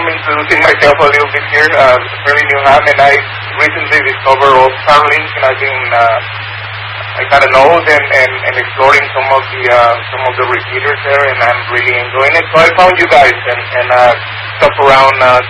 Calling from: Tamaulipas, Mexico; I am transmitting from Mexico, northeast Mexico, just south of Brownsville, Texas.

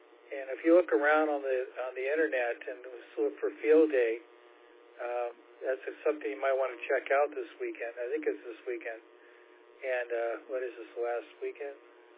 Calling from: California, United States; I am actually on the San Francisco Bay, about 30 miles south of San Francisco.

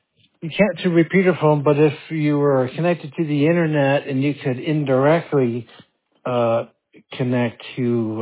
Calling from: Denton, Texas, United States

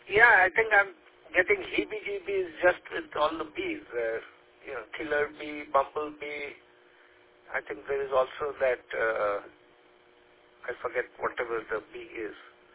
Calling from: Weaverville, United States; right here in Weaverville

